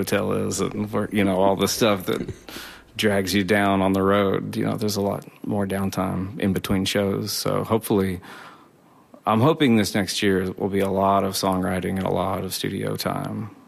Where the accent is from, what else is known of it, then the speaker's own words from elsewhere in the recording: Oklahoma, United States; growing up in Oklahoma